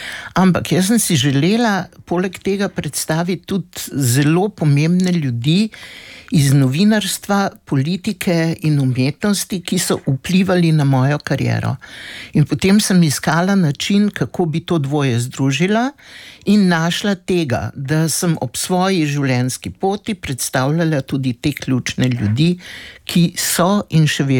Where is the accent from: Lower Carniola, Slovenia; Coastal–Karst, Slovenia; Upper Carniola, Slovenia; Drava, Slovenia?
Coastal–Karst, Slovenia; Koper; Koper je seveda moje rojstno mesto. Rodila sem se v porodnišnici, živeli smo pa v tisti znani hiši